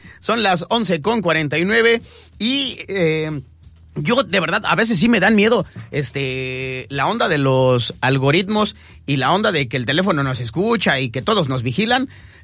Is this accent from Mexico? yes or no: yes; Mexico